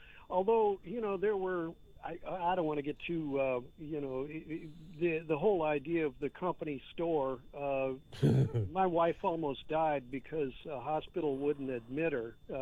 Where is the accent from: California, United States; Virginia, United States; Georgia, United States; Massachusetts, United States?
California, United States; San Francisco; also born or lived in Grand Junction, Colorado; I'm the guy from San Francisco, and we've got any number of different organizations.